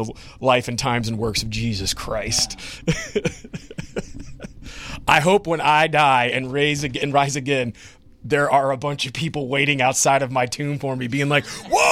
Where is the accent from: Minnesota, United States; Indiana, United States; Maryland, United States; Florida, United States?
Florida, United States; Pensacola; moved away as an adult; now in New Orleans, United States; I'm going to back up from this RE20 a little bit. I am from Pensacola, Florida. I moved to New Orleans in 2009.